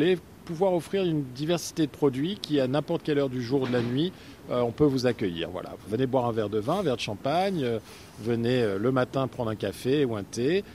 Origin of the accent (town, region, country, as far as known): France; now in United States